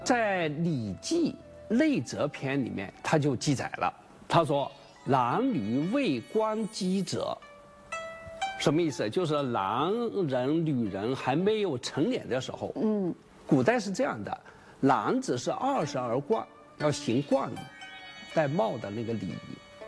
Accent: China; 这是我们中国人的一种智慧

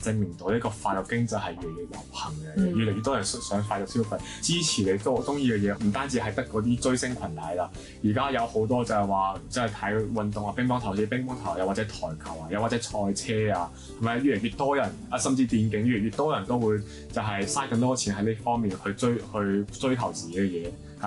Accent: Macau; 因為我是澳門人啦，澳門有個碼頭是外國碼頭嘅

